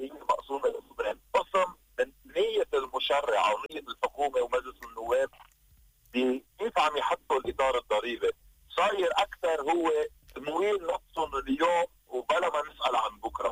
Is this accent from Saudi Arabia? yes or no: no; Lebanon; اوريدي نحن خسرنا ثقة كتير كبيرة كلبنانية، كلبنان خسر ثقة كتير كبيرة بالسوق